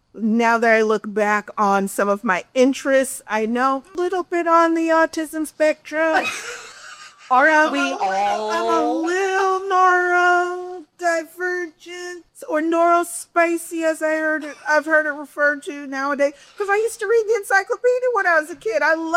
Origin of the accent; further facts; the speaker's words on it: Boston, Massachusetts, United States; born there; also born or lived in Texas; I was born in Boston, Massachusetts. My father is Gullah Geechee and Cape Verdean.